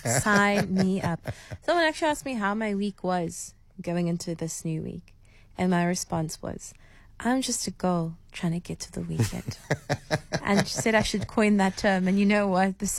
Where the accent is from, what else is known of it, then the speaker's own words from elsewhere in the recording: Caledon, Western Cape, South Africa; like the place. I grew up, wasn't born, but I grew up in Caledon.